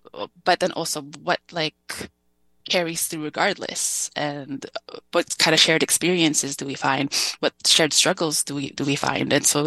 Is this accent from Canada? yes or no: yes; Winnipeg, Manitoba, Canada; For myself, I'm born and raised in Winnipeg. And so what does it mean for me as a second generation Filipino-Canadian?